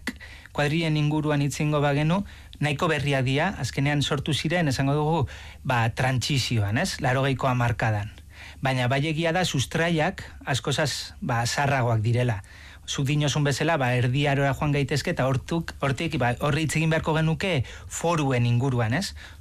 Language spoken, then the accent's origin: Basque; Laguardia, Basque Country, Spain; nire herria, Biasteri, ba, Biasterik badauka udaletxea